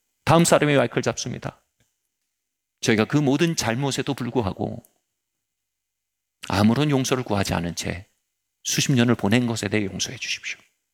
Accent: South Korea; 왔다시와 강꼬쿠가라 기타 다이각세이데스. 나는 한국에서 온 대학생입니다.

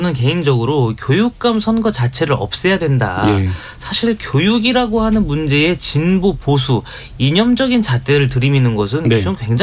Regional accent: Incheon, South Korea; 전 인천입니다.

